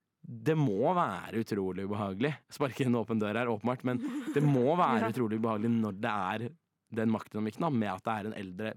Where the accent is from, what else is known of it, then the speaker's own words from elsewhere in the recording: Trøndelag, Norway; Jeg kommer fra Trøndelag